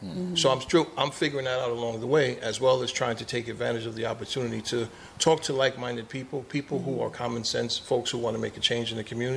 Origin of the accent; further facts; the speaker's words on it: New York City, New York, United States; My boy Mike and I grew up in Queens.